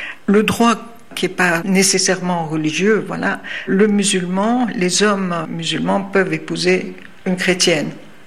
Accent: Sfax, Sfax Governorate, Tunisia; born there; Je suis née à Sfax, donc une ville plutôt conservatrice. Souvent, on dit que c'est une des grandes villes les plus conservatrices. Je suis née en 1941, donc en pleine colonisation, en fait.

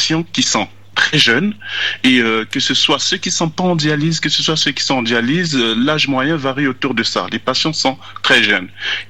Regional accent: Republic of the Congo; chez nous au Congo

